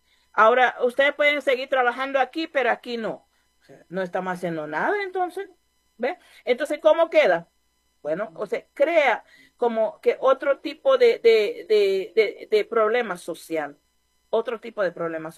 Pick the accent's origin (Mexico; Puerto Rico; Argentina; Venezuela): Venezuela; Bolívar; Pueblo Pemón. ¿Cuántos de nosotros estamos preparados para empleo?